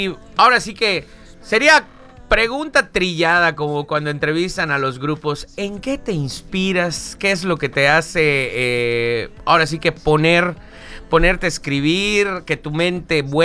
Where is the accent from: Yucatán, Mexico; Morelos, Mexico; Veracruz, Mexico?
Yucatán, Mexico; los yucatecos nos gusta abrazar a la gente que viene a vivir acá.